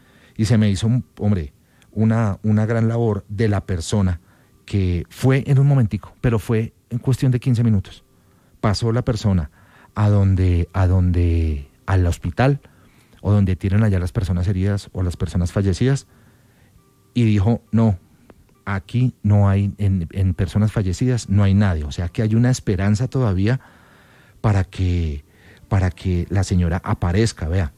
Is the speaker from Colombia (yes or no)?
yes; Colombia; necesitamos unión como colombianos